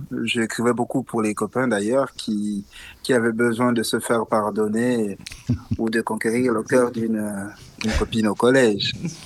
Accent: Gabon; je vais quitter ma ville natale. Je vais m'installer dans une autre ville pour le lycée à Libreville, à la capitale.

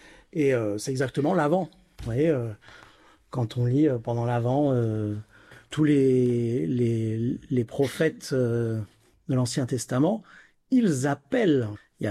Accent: Marseille, Provence-Alpes-Côte d'Azur, France; j'ai grandi à Marseille

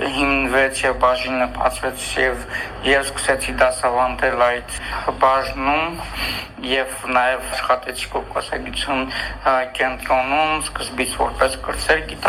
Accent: Askeran, Nagorno-Karabakh, Azerbaijan; born or raised there

